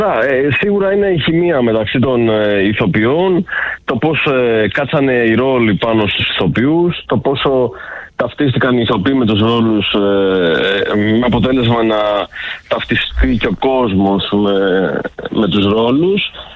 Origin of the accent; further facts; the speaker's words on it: Agrinio, Western Greece, Greece; Ναι, μην ξεχνάτε ότι είμαι και από Αγρίνιο, οπότε εκεί πέρα φημιζόμαστε για το κρέας.